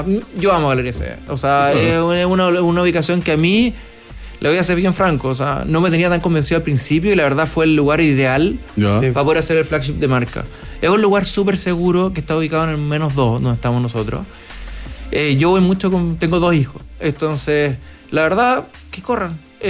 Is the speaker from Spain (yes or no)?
no; Chile; nosotros como chilenos también somos bastante tradicionales.